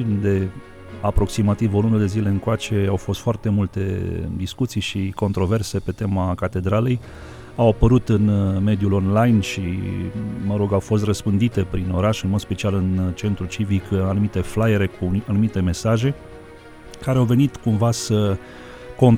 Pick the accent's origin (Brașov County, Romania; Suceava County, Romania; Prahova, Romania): Brașov County, Romania; Brașov; noi ca și brașoveni